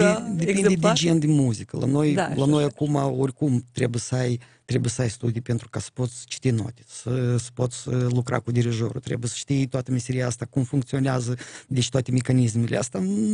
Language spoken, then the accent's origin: Romanian; Moldova